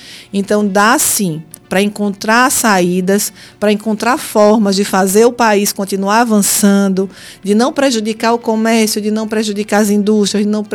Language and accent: Portuguese; Brazil; enquanto brasileira